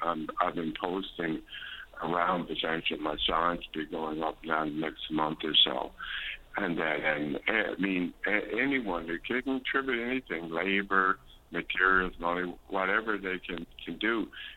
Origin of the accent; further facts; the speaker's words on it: Placentia, Newfoundland and Labrador, Canada; my hometown, Point Presentia, very beautiful body ocean